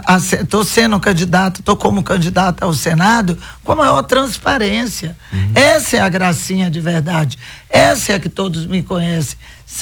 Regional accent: Brazil

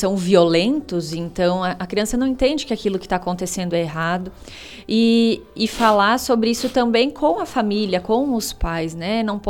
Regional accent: Erechim, Rio Grande do Sul, Brazil; moved away as an adult; now in Francisco Beltrão, Brazil; Sou de Erechim

